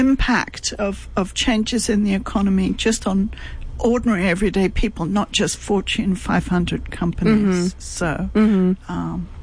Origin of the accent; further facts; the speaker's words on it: United Kingdom; moved away; I think I'm too British and uptight to like Hearts of Space.